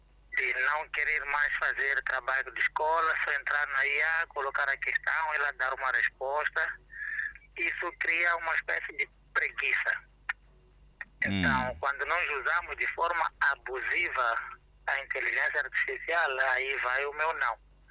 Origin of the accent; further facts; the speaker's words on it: Maputo, Mozambique; Eu sou de Maputo.